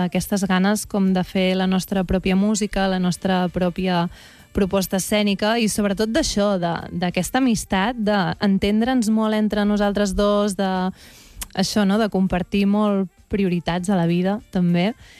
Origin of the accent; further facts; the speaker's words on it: Castelló d'Empúries, Catalonia, Spain; also born or lived in Roses; Jo vaig néixer a Roses, però amb 5 anys me'n vaig anar a Castelló d'Empúries